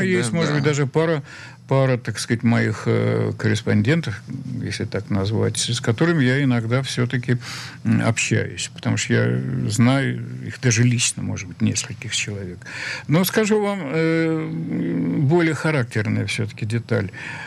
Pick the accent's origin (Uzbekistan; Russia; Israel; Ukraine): Israel; я не просто еврей, а еще и, значит, вот, защищаю свою страну, да, Израиль.